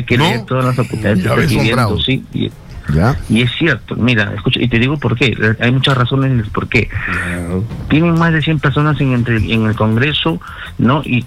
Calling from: Huancayo, Junín, Peru; De parte de Huancayo

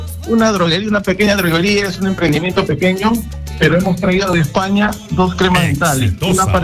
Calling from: Lima, Peru; Te llamo el Pueblo Libre, Ricardo.

